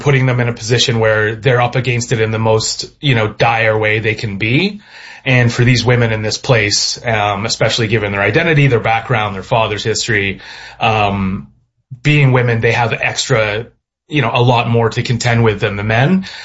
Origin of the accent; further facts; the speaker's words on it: Midland, Ontario, Canada; I'm writing about a fictionalized version of North Simcoe County, Midland, Ontario, and the surrounding areas where I'm from.